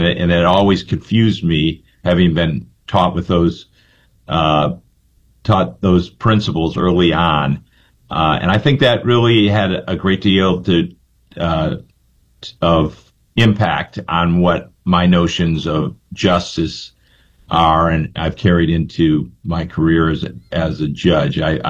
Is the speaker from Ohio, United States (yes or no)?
yes; Cleveland, Ohio, United States; I grew up on the west side of Cleveland.